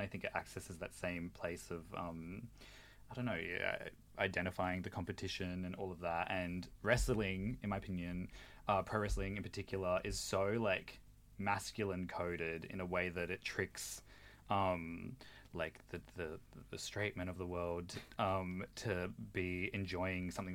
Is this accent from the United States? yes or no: no; Australia; I'm Australian